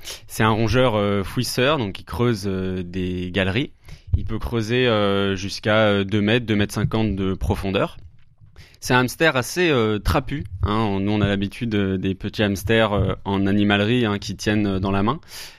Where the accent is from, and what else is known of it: Grand Est, France